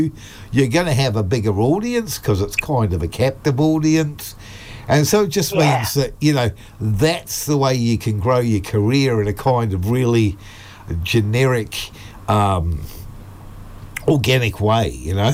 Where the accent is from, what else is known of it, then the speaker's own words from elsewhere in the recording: Cambridge, Waikato, New Zealand; I know growing up in the Waikato, in Cambridge where I grew up, there wasn't much going on